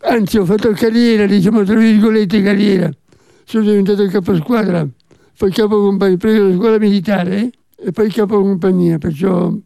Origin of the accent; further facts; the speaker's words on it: Genoa, Liguria, Italy; moved away; also born or lived in Tuscany; In Toscana sono solamente nato, vivevamo a Genova. La mia prima giovinezza fino al liceo stavamo a Genova, dove papà lavorava.